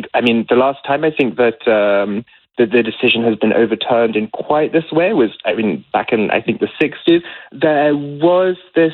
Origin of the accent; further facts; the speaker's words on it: England, United Kingdom; moved away as an adult; now in Belgium; I'm English. I've been here 4 years though